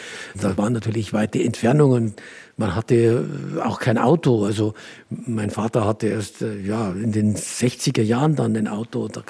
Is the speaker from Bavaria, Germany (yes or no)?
yes; Oberaudorf, Bavaria, Germany; mein Geburtsort Oberaudorf am Inn, genannt die Perle des Inntals im Landkreis Rosenheim. Dort bin ich eben auf die Welt gekommen. Dort habe ich meine Kindheit verbracht.